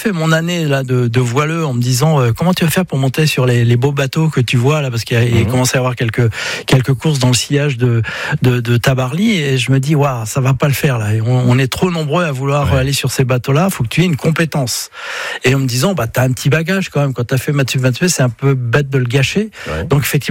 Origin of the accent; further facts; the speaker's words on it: Brittany, France; je suis breton et puis je le ressens profondément.